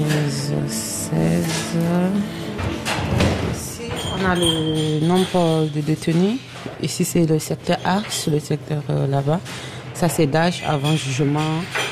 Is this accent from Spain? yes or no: no; Chad; also born or lived in Italy; now in Switzerland; Je viens de Tchad.